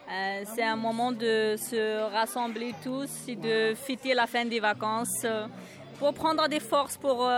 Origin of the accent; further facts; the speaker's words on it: Kabylie, Algeria; first language Berber; French is a second language; Moi, personnellement, je suis de Kabylie, en Algérie.